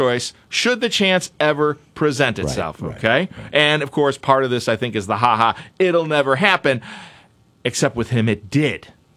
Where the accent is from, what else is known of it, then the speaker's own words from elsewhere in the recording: Peoria, Illinois, United States; I'm like, I'm a guy from Peoria.